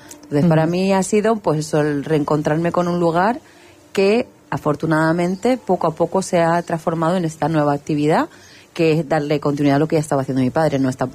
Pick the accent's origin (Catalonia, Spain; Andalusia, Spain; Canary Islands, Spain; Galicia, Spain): Canary Islands, Spain; Lanzarote; moved away as an adult; en un momento determinado vuelvo a Lanzarote, vuelvo a mis raíces, vuelvo a mi tierra